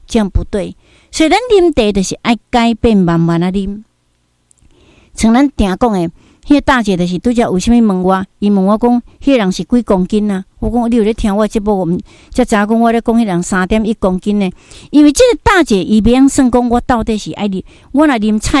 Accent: Daegu, North Gyeongsang, South Korea; 我的故乡在大邱，因为我是大邱人哈。

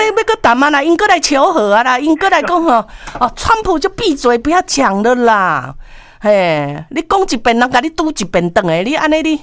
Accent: Taiwan; 我们中国，我们是台湾的

